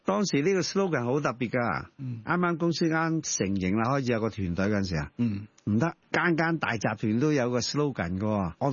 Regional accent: Hong Kong; 我哋香港人

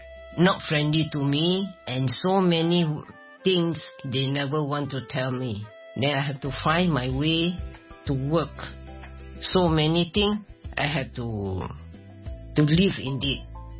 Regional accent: Malaysia; moved away as an adult; now in Hong Kong; I born from there

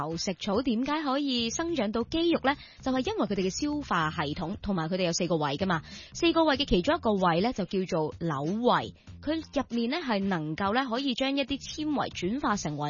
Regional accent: Hong Kong; 我哋香港人都好鍾意食呀。

